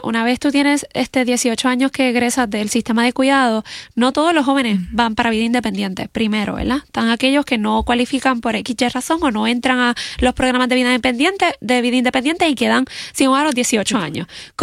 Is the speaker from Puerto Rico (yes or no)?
yes; Naguabo, Puerto Rico; Yo soy de Naguabo.